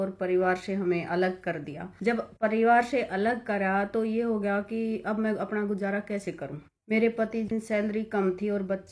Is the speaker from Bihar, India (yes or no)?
no; Haryana, India